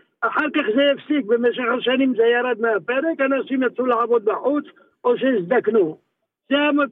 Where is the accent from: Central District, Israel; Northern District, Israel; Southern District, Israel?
Northern District, Israel; Yokneam; born there; also born or lived in Sanaa, Yemen (born) / Tzemach ma'abara